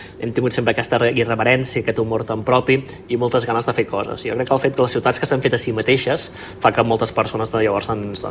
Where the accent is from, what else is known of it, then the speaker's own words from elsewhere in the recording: Sabadell, Catalonia, Spain; born there; moved away as an adult; now in Barcelona, Spain; Jo soc sabadellenc i moriré sabadellenc. El que passa per diferents motius de la vida em va tocar anar a viure, com diem, molta gent d'aquí, al nostre barri de mar, que és Barcelona. I sí, me l'estimo Barcelona, però jo soc sabadellenc.